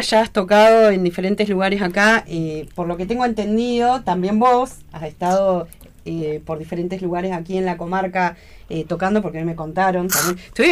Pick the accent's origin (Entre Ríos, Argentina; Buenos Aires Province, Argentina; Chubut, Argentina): Chubut, Argentina; Esquel; born there; moved away; Mi pueblo.